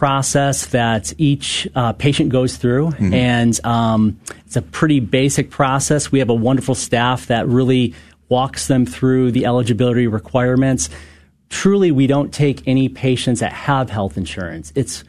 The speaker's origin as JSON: {"language": "English", "region": "Michigan", "country": "United States", "tie": "born or raised there", "also_born_or_lived": "Northern California", "moved": "as an adult", "lives_now": "Houston, United States", "said": "So I've been in healthcare for 30 years. I grew up in Michigan. I spent 17 years with a Catholic health system there called Trinity Health."}